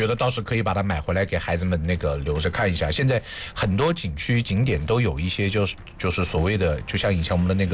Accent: Yueyang, Hunan, China; 就是我们老家君山岛啊

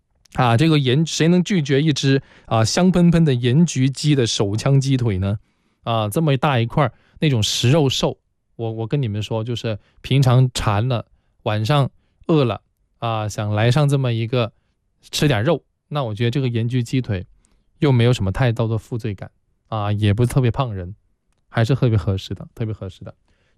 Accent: China; 我们中国人很独有的一些宇宙观念

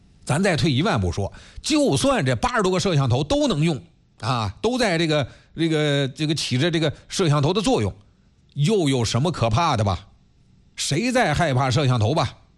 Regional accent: China

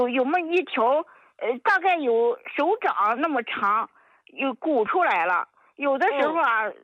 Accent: Xingtai, Hebei, China; 我是河北邢台的。

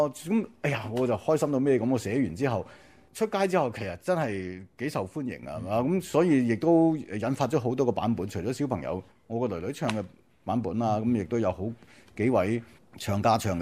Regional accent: Guangdong, China; 我哋广东人

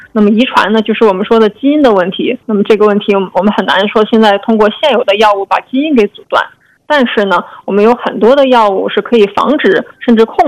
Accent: China

